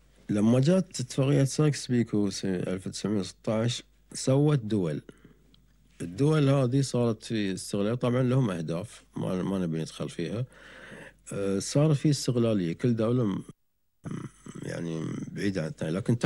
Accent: Qatar; بس عندنا تختلف شوية عن البحرين في اللكنة. يعني مثلا احنا عندنا لهجتنا تقريبا معتدلة نوعا ما

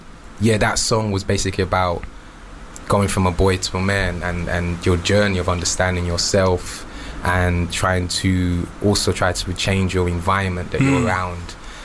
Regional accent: London, United Kingdom; I'm from Hackney.

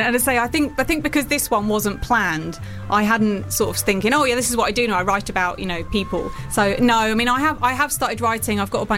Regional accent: United Kingdom; being British

